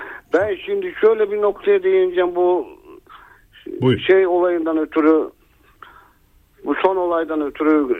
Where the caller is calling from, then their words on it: Kütahya, Turkey; ben Kütahya'dan arıyorum